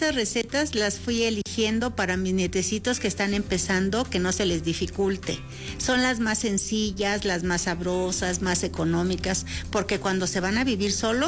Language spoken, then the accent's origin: Spanish; State of Mexico, Mexico; Yo soy del Estado de México, pero mi familia viene del Estado de Oaxaca.